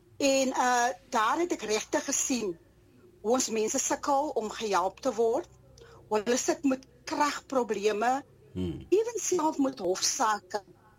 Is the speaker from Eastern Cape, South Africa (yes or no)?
no; Mossel Bay, Western Cape, South Africa; ek het groot geword in Apollestraat, ek is een gebore Mosselbaaier, en dan het ek ook, my laerskool was ook net die straat bokant my gewees